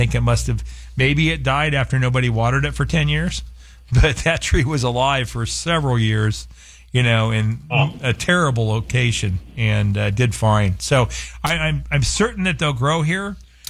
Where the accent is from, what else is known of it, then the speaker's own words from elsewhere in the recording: Phoenix, Arizona, United States; where I grew up in Sunny Slope, in the rockiest, most, you know, desolate climate we have in the valley